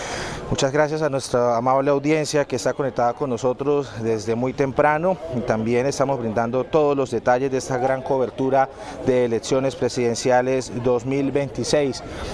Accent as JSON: {"language": "Spanish", "country": "Colombia", "said": "ustedes como colombianos, nosotros como colombianos"}